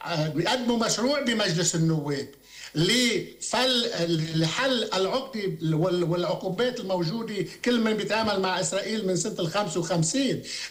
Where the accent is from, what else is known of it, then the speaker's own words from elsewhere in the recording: Lebanon; طبعا انا لبناني وانا بفتخر بلبنانيتي، مين بده يجي يسالني على لبنانيتي؟ أنا بقالي 30 سنة ناضل لأجل القضية اللبنانية.